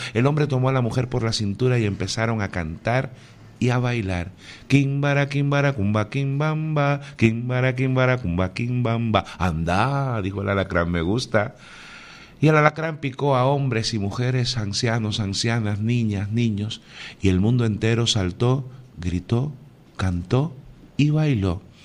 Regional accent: Cuba; Bueno, soy un cubano de toda la vida, caribeño

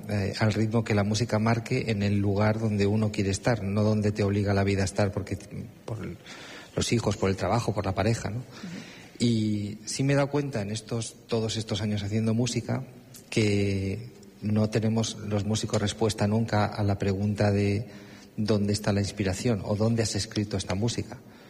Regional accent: Cantabria, Spain; Como cántabro, para mí mañana ya es invierno, ojalá.

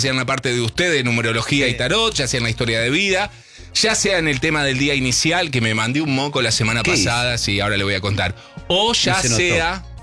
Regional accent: San Martín, Buenos Aires Province, Argentina; born there; soy nacido en San Martín.

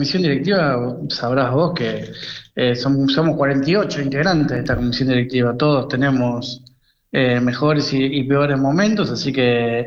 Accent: Buenos Aires, Argentina; Yo nací en el barrio, en Los Perales, el barrio que está al lado del estadio. Me crié ahí, mi familia vive ahí, yo vivo a unas cuadras de ahí

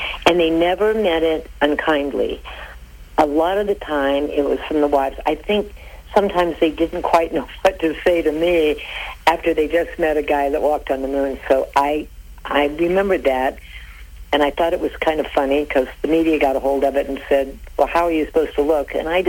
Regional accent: Ohio, United States; now in Tallahassee, United States; I love every day that I can say that I am a Midwesterner. The girl can leave Ohio, but Ohio does not leave the girl.

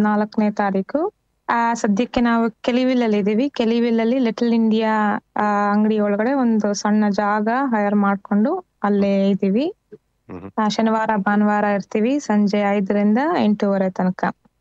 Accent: Bangarapet, Karnataka, India; born there; moved away; ಬಂಗಾರಪೇಟ್ ಪಾನಿ ಅನ್ನೋದು ಸಿಗುತ್ತಲ್ಲ, ರೆಗ್ಯುಲರ್ ಪಾನಿ ತರ ಇರೋದಿಲ್ಲ, ನಮ್ಮೂರಿಂದೇ ಸಿಗುತ್ತೆ.

